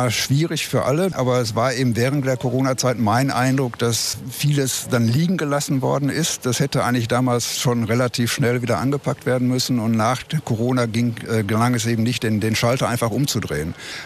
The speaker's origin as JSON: {"language": "German", "town": "Dortmund", "region": "North Rhine-Westphalia", "country": "Germany", "said": "Ich bin Dortmunder und bleibe Dortmunder, ja."}